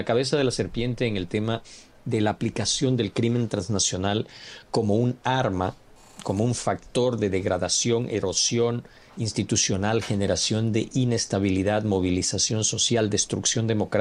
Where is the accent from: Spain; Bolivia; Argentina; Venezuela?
Bolivia; lo digo como boliviano de origen